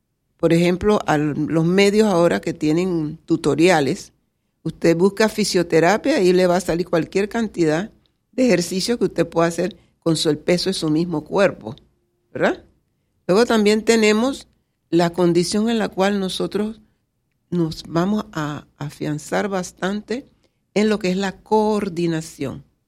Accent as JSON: {"language": "Spanish", "region": "Colón", "country": "Panama", "said": "yo soy de Colón."}